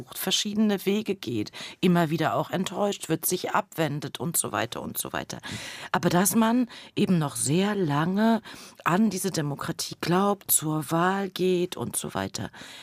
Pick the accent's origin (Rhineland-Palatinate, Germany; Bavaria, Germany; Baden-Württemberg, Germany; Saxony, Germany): Saxony, Germany; Leipzig; Ich komme aus Leipzig, war 89 mit meiner Mutter auf der Straße.